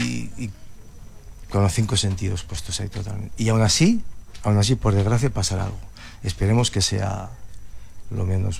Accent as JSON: {"language": "Spanish", "town": "Peñafiel", "region": "Castile and León", "country": "Spain", "said": "Peñafiel es mi pueblo."}